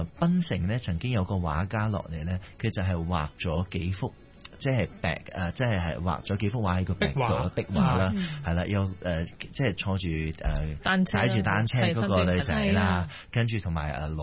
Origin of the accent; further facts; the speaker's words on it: Ipoh, Perak, Malaysia; 我喺怡寶長大。